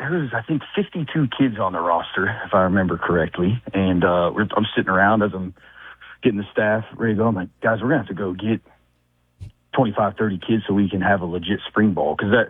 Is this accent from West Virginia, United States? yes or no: yes; Morgantown, West Virginia, United States; moved away; there's a bunch of guys from that I grew up with in Morgantown, Blaine Stewart, Jack Armstrong